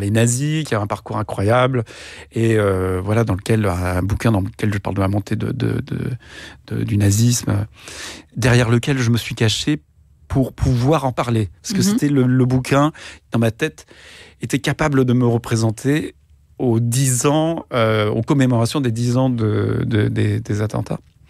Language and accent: French; Centre-Val de Loire, France; born there; je suis né en Indre-et-Loire, dont le numéro de département, c'est le 37.